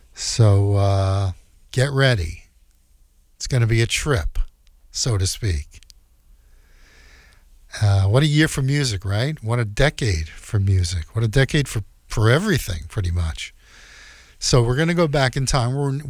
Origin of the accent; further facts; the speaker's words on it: New York City, New York, United States; artists from Brooklyn, New York. Hint, hint, my hometown.